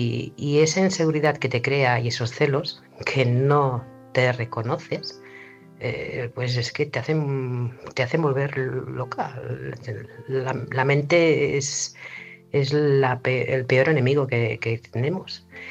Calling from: Barcelona, Catalonia, Spain; de Barcelona.

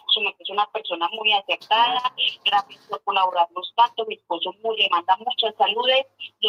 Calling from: Macanal, Boyacá, Colombia; Desde Macanal, Boyacá, profe.

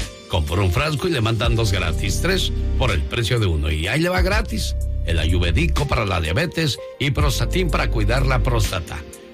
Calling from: Huehuetenango, Guatemala; also born or lived in Douglas, Georgia, United States; Saludándote desde Guatemala, Cuicuilco, Huehuetenango, Huehuetenango. Yo antes te escuchaba en Douglas, Georgia. Allá viví toda mi niñez.

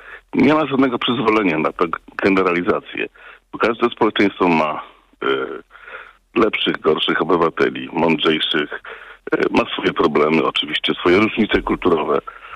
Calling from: Lubusz Voivodeship, Poland; jestem potomkiem uchodźców z Wołynia, tak? My tu na ziemi lubuskiej przeżywamy Krwawą Niedzielę

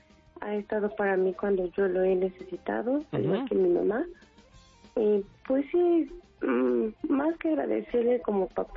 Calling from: Cuautitlán, State of Mexico, Mexico; Desde Cuautitlán.

